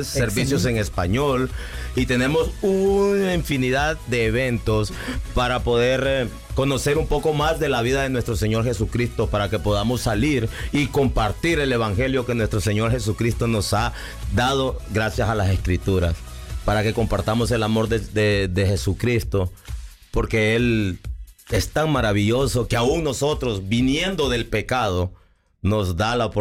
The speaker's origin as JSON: {"language": "Spanish", "town": "Puerto Cortés", "region": "Cortés", "country": "Honduras", "said": "vengo desde el puerto más importante de Honduras, Puerto Cortés."}